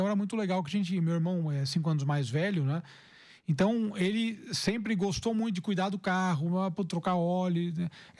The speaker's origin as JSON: {"language": "Portuguese", "town": "Rio Claro", "region": "São Paulo", "country": "Brazil", "tie": "born there", "said": "Não sou do interior. Eu nasci em Rio Claro, mas minha família toda é de Araraquara, né?"}